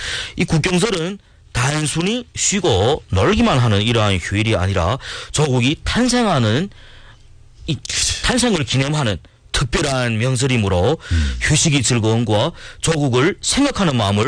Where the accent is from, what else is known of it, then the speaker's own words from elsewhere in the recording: Yanji, Jilin, China; 우리 고향 연결시에도 많은 유람객들이 올 것이 뻔합니다.